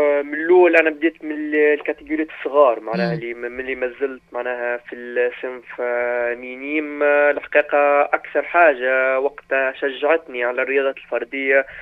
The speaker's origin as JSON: {"language": "Arabic", "town": "Jendouba", "region": "Jendouba Governorate", "country": "Tunisia", "said": "كما كنت نحكي لك في الأول، أني من جندوبة"}